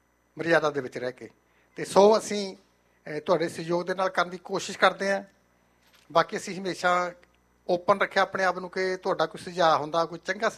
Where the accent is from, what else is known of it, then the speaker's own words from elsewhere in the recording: Punjab, India; also born or lived in Faridkot; now in Surrey, Canada; ਸਾਡੇ ਵਰਗੇ ਜਿਹੜੇ ਸਾਡੇ ਪਿੰਡ ਬੇਸ਼ੱਕ ਦੂਰ ਨੇ ਫਰੀਦਕੋਟ ਤੋਂ, ਅਸੀਂ ਉੱਥੇ ਪੜ੍ਹਦੇ ਰਹੇ, ਪੜ੍ਹਦੇ ਪੜ੍ਹਦੇ ਅਸੀਂ ਫਰੀਦਕੋਟ ਦੀ ਧਰਤੀ ਦੇ ਨਾਲ ਅਤੇ ਉੱਥੋਂ ਦੇ ਬਛੀਨਾਂ ਦੇ ਨਾਲ ਇੰਨਾ ਜੁੜ ਗਏ ਕਿ ਸਾਨੂੰ ਉਹ ਆਪਣਾ ਘਰ, ਆਪਣਾ ਸ਼ਹਿਰ ਲੱਗਦਾ ਹੈ।